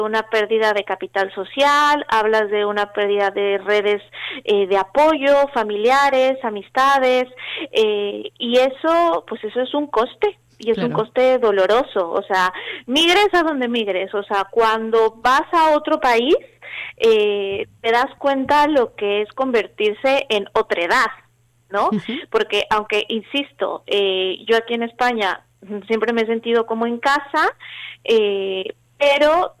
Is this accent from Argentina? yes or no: no; Mexico; moved away as an adult; now in Murcia, Spain; soy murciana de adopción, mexicana siempre, es lo que tenemos las personas migrantes